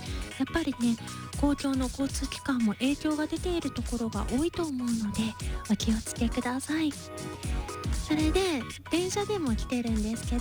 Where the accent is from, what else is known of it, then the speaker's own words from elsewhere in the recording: Tokushima, Japan; moved away as an adult; also born or lived in Hyogo; 私当時大学生の頃、地元の徳島から一人暮らしをしていた兵庫県までの